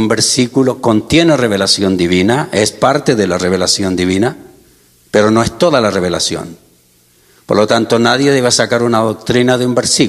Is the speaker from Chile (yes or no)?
yes; Chile; moved away